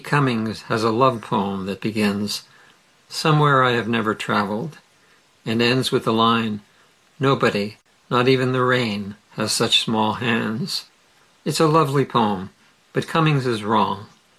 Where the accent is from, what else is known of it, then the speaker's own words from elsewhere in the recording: Mid-Ohio Valley, United States; I grew up in the Mid-Ohio Valley